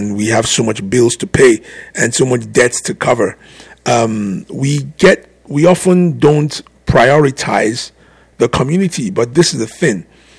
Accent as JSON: {"language": "English", "country": "Nigeria", "moved": "yes", "said": "we come all the way from Nigeria, from Africa"}